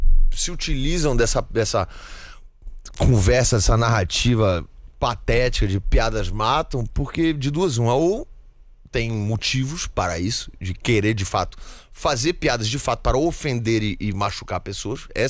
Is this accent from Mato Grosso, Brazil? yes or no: no; Brasília, Federal District, Brazil; born there; accent: mixed Recife; Eu nasci em Brasília, porque meu pai é bancário. E aí eu e minha irmã nascemos em Brasília. Mas eu já ia pra Recife todas as férias, assim. Sempre tive família lá. Então meu sotaque ficou meio misturado.